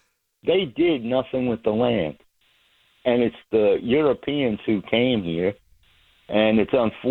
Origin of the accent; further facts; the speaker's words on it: New York, United States; now in New Jersey, United States; I grew up in New York, and it was always a big deal. Especially I lived in a neighborhood that was all Italian and Jewish